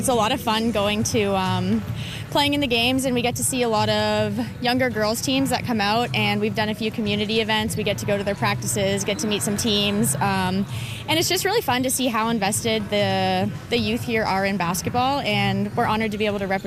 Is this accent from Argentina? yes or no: no; Toronto, Ontario, Canada; moved away; I grew up in Toronto